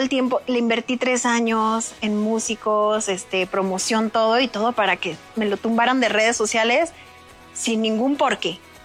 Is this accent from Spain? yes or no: no; Culiacán, Sinaloa, Mexico; Yo soy de Culiacán.